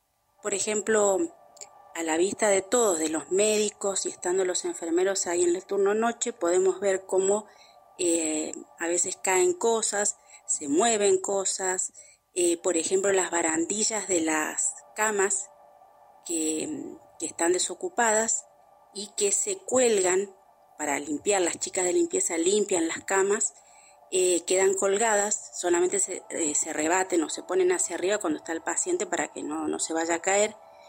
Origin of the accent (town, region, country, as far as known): Mendoza, Argentina